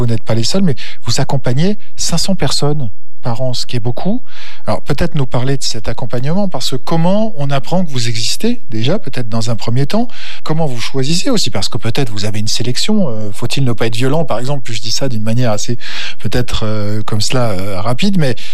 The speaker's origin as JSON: {"language": "French", "country": "Eritrea", "said": "je viens d'Érythrée"}